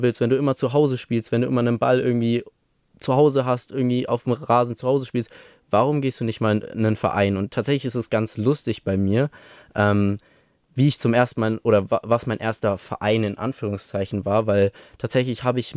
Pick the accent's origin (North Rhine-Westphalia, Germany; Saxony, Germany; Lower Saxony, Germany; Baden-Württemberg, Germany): Baden-Württemberg, Germany; Stuttgart; born there